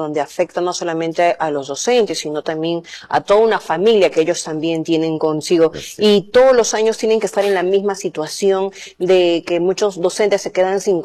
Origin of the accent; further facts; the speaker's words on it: Peru; nosotros como peruanos realmente nos quedamos completamente abandonados.